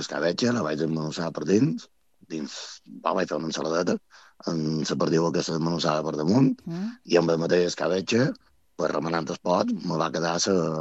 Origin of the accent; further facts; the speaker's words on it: Ciutadella, Balearic Islands, Spain; nosaltres som de Menorca, Ciutadella, poble petit, entre cometes, tots mos coneixem.